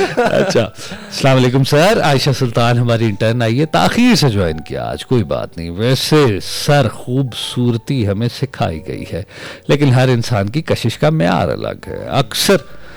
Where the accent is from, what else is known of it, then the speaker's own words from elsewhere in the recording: Lahore, Punjab, Pakistan; پاکستان کے لاہور سے ہوں میں, اور لاہور سے شو کر رہا ہوں میں